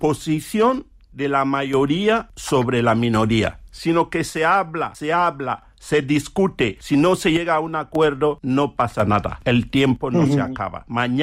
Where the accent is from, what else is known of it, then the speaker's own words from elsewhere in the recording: Cameroon; moved away as an adult; now in Spain; el banco CaixaBank bloqueó mi cuenta simplemente por ser de Camerún